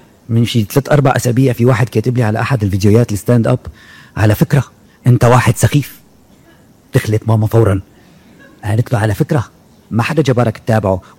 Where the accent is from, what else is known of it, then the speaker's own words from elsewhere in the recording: Syria; نحن شعب سوري واحد